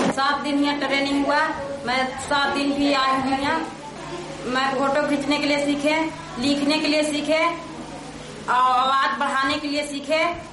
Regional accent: Kumhar Bigha, Bihar, India; मैं कुम्हार बिगा के रहने वाली हूँ।

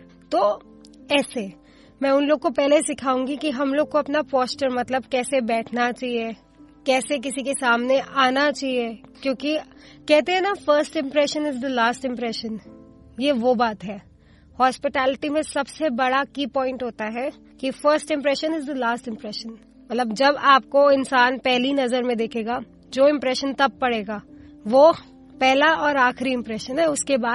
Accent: Delhi, India; मैं दिल्ली की ही रहने वाली हूँ।

